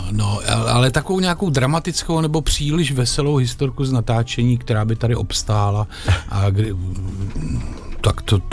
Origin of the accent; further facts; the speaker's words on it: Řež, Central Bohemian Region, Czechia; já jsem z Řeže u Prahy nad Vltavou vlastně